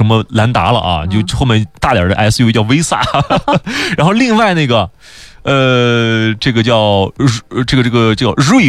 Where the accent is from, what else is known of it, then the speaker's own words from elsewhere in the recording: China; 我们中国人